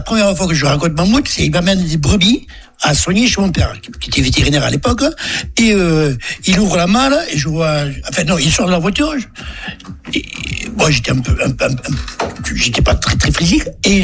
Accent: Villemur-sur-Tarn, Occitanie, France; born there; moved away; je pense que j'ai 18 ans, je suis encore à Villemieux-sur-Tarn.

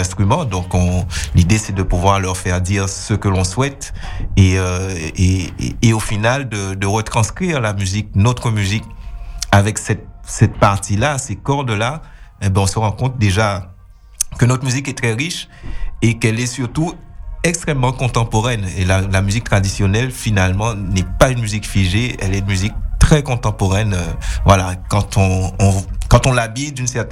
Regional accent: Guadeloupe; je viens de la Guadeloupe.

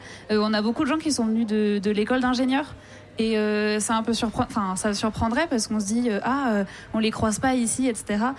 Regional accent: Besançon, Bourgogne-Franche-Comté, France; Et même si j'étais de Besançon, en fait, je me suis retrouvée un peu séparée de tous mes amis du lycée

